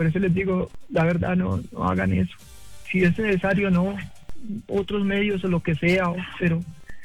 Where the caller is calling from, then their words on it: Bogotá, Colombia; Sí, señor, yo vivo en Bogotá, Pontibón.